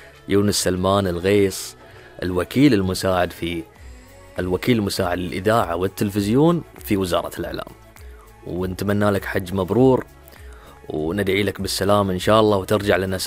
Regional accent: Bahrain

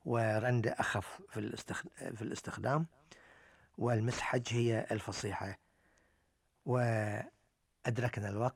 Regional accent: Bahrain; عندنا في البحرين

